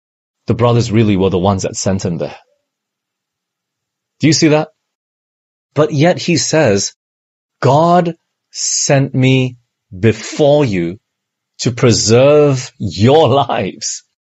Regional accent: Penang, Malaysia; also born or lived in Singapore / England; I was born in Singapore. I'm actually Malaysian, but I was born in Singapore, and right after that we moved back to Malaysia here. We're in Penang for 2 years. And then after that, we moved to England for 5 years.

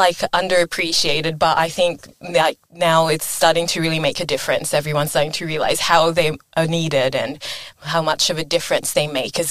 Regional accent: Papua New Guinea; now in Townsville, Australia; growing up in Papua New Guinea

